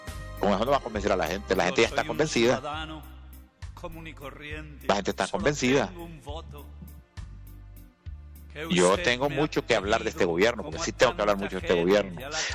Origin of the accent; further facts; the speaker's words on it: Honduras; Mire, Lesma, hay cosas que a mí me caen mal como hondureño, que usted me mienta.